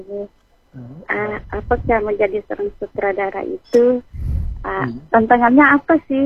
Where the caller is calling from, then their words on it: Palu, Central Sulawesi, Indonesia; dari Palu.